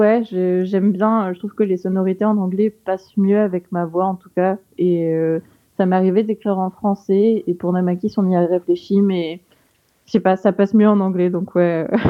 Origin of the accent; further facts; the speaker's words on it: Bayeux, Normandy, France; now in Paris, France; Alors, moi, je suis de Bayeux, j'ai grandi là-bas, mais non, en fait, on a tous un peu des origines différentes.